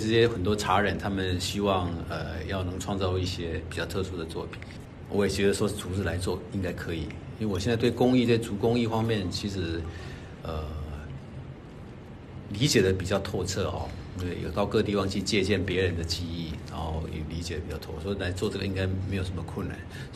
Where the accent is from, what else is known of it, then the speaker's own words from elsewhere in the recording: China; 作为一个中国人，我觉得中华文化深根在我的骨髓里头